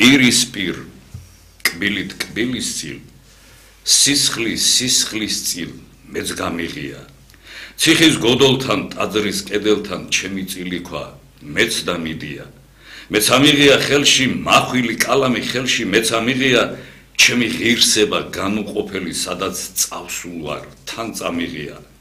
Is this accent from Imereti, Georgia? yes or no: no; Gori, Shida Kartli, Georgia; რამდენადაც გორიდან ვარ და გორი მეამაყება, რომ ერთ-ერთი ულამაზესი კუთხეა და ქართლული თავისი კოლორიტით